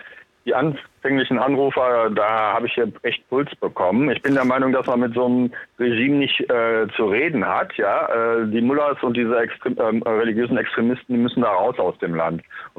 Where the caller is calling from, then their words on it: North Rhine-Westphalia, Germany; wie man hier am Niederrhein sagt.